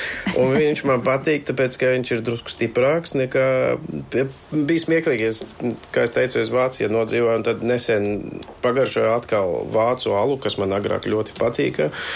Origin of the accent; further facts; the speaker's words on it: Bulgaria; Latvian is a second language; also born or lived in Germany; now in Latvia; esmu pārsvara bērnību pavadījis Bulgārijā